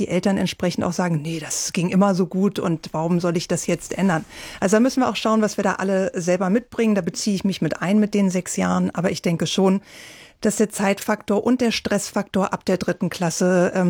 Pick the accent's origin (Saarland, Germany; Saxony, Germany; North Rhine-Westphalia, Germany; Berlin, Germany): Berlin, Germany; ich bin selber Berlinerin, habe diesen Bildungszweig auch so durchlaufen